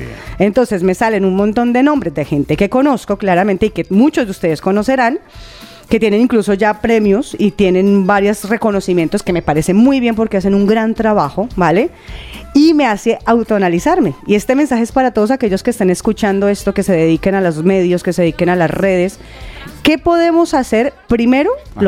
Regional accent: Colombia; moved away as an adult; now in Spain; acá como periodista colombiana latinoamericana en España, llevo casi 16 años

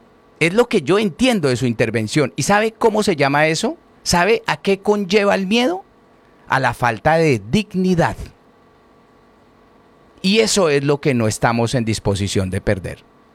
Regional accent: Colombia; yo soy colombiano y defenderé mi patria hasta donde toque.

